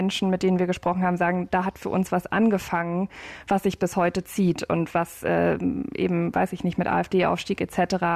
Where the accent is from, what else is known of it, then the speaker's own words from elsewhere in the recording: Berlin, Germany; Ich bin ja in Berlin aufgewachsen, ich war 7, ich war in einer Turnhalle in Treptow